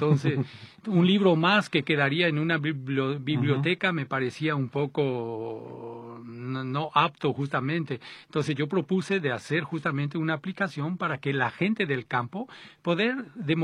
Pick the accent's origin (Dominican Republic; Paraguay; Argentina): Paraguay; also born or lived in France; now in Bolivia; Estoy de paso por Paraguay porque vivo en Bolivia, pero me crié en Paraguay. Soy francés, nacido en Francia, pero como digo, me crié en Paraguay.